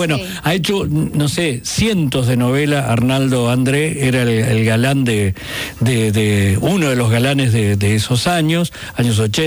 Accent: Paraguay; me hubiera gustado que me llamen más por mi trayectoria de actor, claro, que como paraguayo opinando, igual opinó de la selección de fútbol

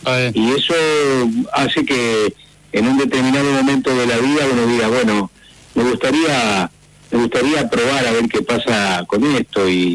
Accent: San Pedro, Buenos Aires Province, Argentina; moved away; trabajando en una propaladora en mi pueblo, en San Pedro

